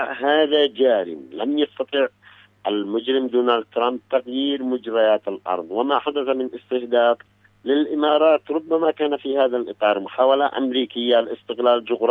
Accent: Yemen; عندنا في اليمن

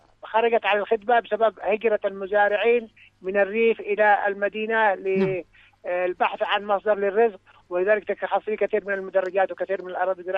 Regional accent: Yemen

